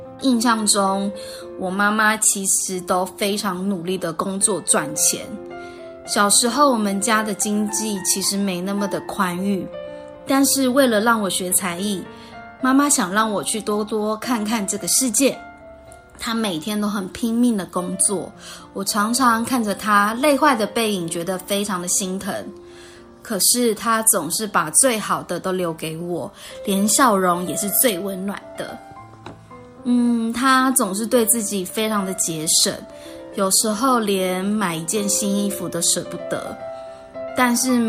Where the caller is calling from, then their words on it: Miaoli County, Taiwan; 我是来自苗栗的